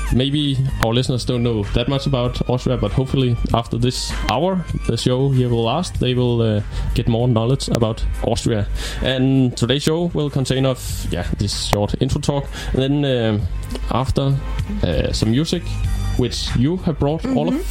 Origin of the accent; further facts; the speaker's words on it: Denmark; I come from Denmark.